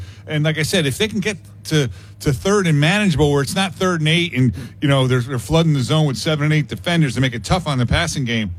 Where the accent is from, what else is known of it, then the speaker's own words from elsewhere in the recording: Wethersfield, Connecticut, United States; I grew up on Westwood Drive in Weathersfield, Connecticut.